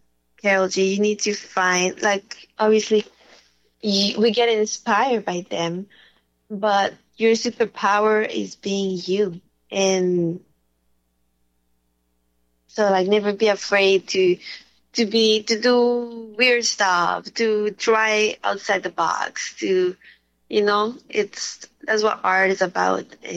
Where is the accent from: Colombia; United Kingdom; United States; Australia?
Colombia; And I'm really excited because we're from Colombia, and it's like a very Colombian reggaeton, very authentic.